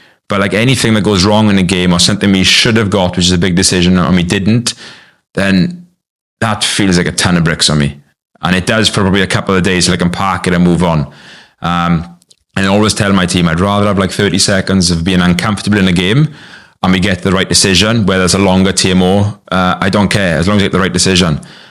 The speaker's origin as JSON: {"language": "English", "region": "Wales", "country": "United Kingdom", "said": "As Welsh officials"}